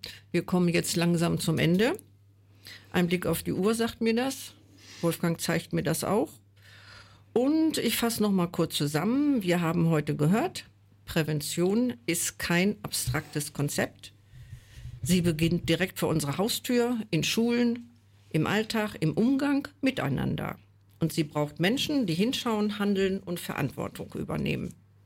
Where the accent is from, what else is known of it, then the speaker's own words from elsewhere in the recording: Salzgitter, Lower Saxony, Germany; Ich bin ja in Salzgitter-Bad geboren, war ja für damalige Verhältnisse auch schon eine große Stadt.